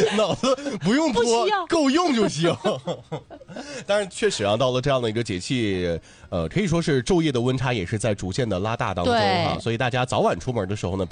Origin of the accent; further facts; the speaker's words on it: Northeast China, China; 就是咱们东北人经常喜欢在冬天吃雪糕。